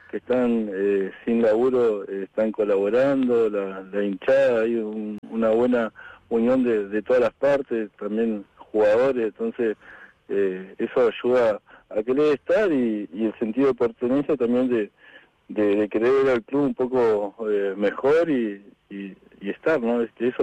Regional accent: Chubut, Argentina; yo me crié en Palazzo, o sea, yo vivía, o sea, mis viejos son de Palazzo, nos criamos ahí en Petroleros Privados.

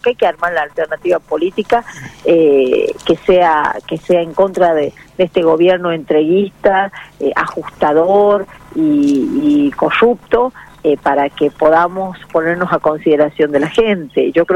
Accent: La Rioja, Argentina; nosotros como riojanos

